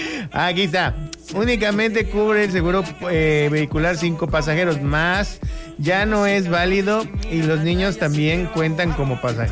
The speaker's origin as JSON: {"language": "Spanish", "region": "Chiapas", "country": "Mexico", "said": "Los chiapanecos no dejamos las cosas al final."}